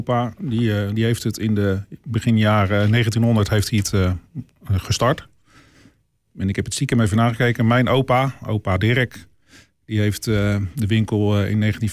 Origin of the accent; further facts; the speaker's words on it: Warmond, South Holland, Netherlands; En daar liggen mijn roots. Dus echt wel tot mijn 25e geboren en getogen in Warmond.